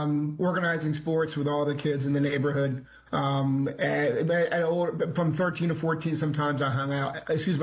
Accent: Vineland, New Jersey, United States; I'm the youngest of five from Vineland, New Jersey.

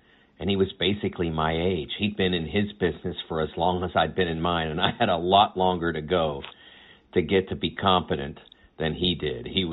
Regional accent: Pittsburgh, Pennsylvania, United States; moved away; also born or lived in Memphis; I began working with Kenny 3 decades ago when I moved from Pittsburgh, my hometown, to Memphis to cover the Tigers in basketball.

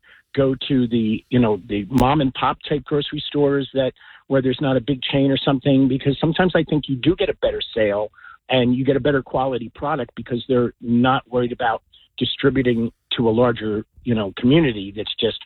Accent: Interlaken, New Jersey, United States; I grew up in Interlaken

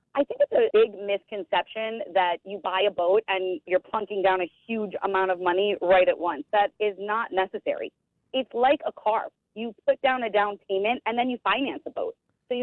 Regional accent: Buffalo, New York, United States; I grew up on the Great Lakes in Buffalo, actually.

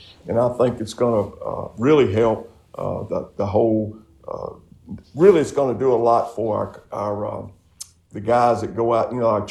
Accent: Mississippi, United States; growing up on the Mississippi Gulf Coast, we love to fish.

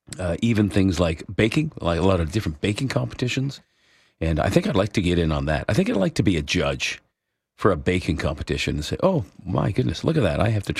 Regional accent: Ancaster, Ontario, Canada; now in Collingwood, Canada; I, however, grew up outside of Hamilton. I grew up in Ancaster.

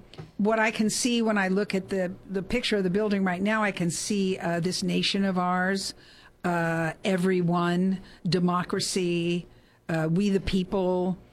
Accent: United States; I'm another American with a fairly short attention span.

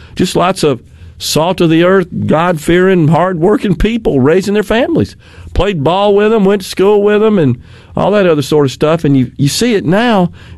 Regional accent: Jackson, Mississippi, United States; growing up in West Jackson. Didn't live far from where the zoo is located in Jackson

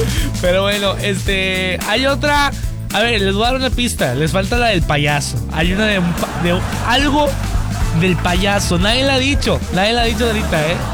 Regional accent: Mexico; now in Laredo, United States; Gracias, Dios, gracias que soy mexicano, gracias que estoy aquí

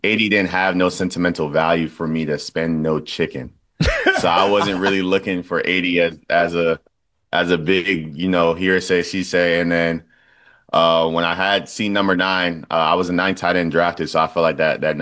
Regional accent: Boston, Massachusetts, United States; born or raised there; now in New York, United States

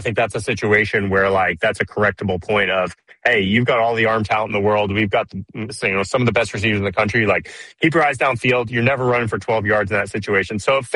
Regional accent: Eugene, Oregon, United States; I grew up in Eugene

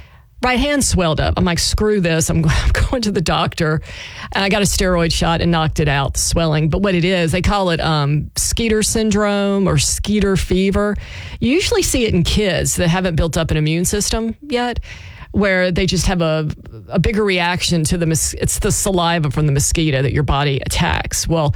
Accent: Louisiana, United States; I grew up in South Louisiana.

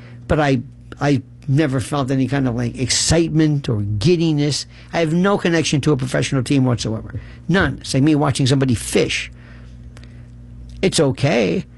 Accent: Florida, United States; growing up in Florida

